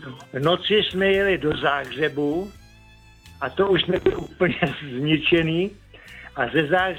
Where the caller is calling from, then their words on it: Ústí nad Labem Region, Czechia; z Českého Švýcarska.